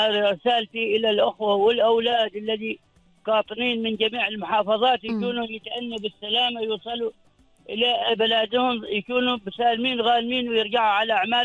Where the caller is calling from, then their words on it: Yanqul, Ad Dhahirah, Oman; من بلدي في ولايه ينقل